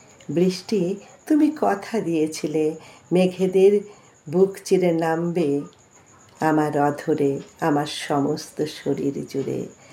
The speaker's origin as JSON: {"language": "Bangla", "town": "Jalpaiguri", "region": "West Bengal", "country": "India", "moved": "yes", "said": "আমাদের বাড়ি ছিল জলপাইগুড়িতে, ওখানে আমার বাবা রেলে কাজ করতেন, আসামে ছিলেন, কিন্তু আমাদের বাড়ি হচ্ছে জলপাইগুড়িতে। এখন তো আর নেই, বাবা মাও নেই।"}